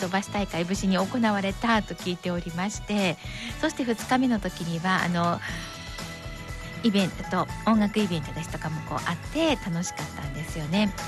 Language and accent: Japanese; Yamagata, Japan; 私やっぱり地元山形の